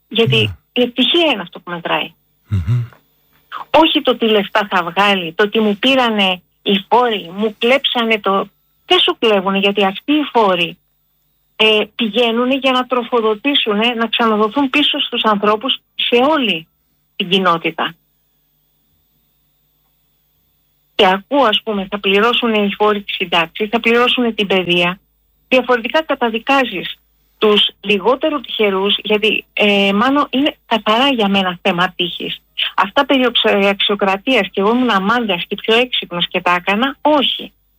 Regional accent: Greece; είμαστε τυχεροί που γεννηθήκαμε στην Ελλάδα και δεν γεννηθήκαμε στο Σουδάν.

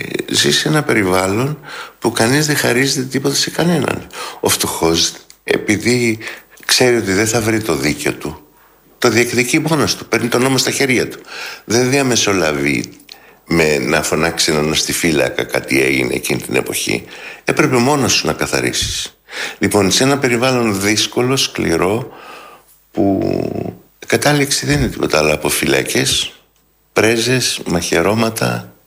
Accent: Greece; born there; Εκεί γεννήθηκα, στα Κατσάβραγα, όπου τα σπίτια δεν ήταν σε μία σειρά, ας πούμε, στη Νικηταρά που γεννήθηκα εγώ.

